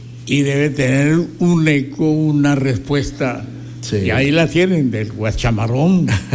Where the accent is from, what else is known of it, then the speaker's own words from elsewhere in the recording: Los Llanos, Colombia; no somos criollos nosotros los de aquí, somos criollos llaneros